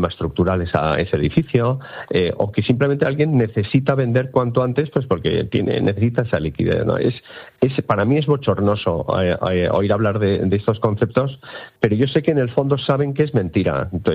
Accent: Bilbao, Basque Country, Spain; yo que soy de Bilbao

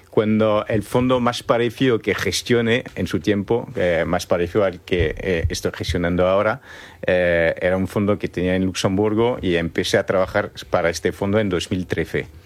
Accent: Paris, Île-de-France, France; moved away as an adult; now in Spain; yo soy de París y bueno, empecé ahí.

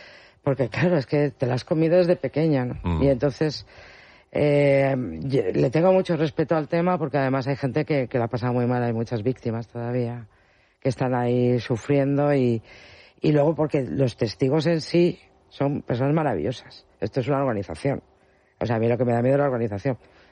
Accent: Spain; Los Domingos la entiendo perfectamente porque está en nuestra forma de ser como españoles.

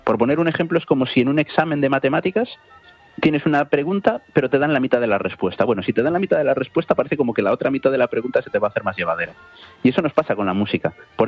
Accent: Galicia, Spain; Yo que soy gallego

